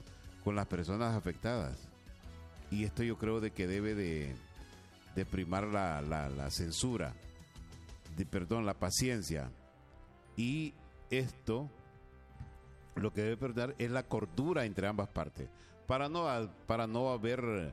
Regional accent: Honduras

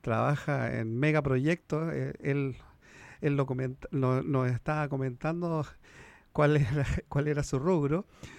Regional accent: Santiago, Santiago Metropolitan Region, Chile; yo soy santiaguino y tomo y lomo.

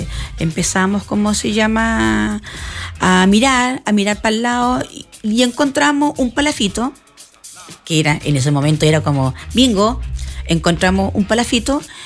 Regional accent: Chiloé, Los Lagos, Chile; Yo soy chilota.

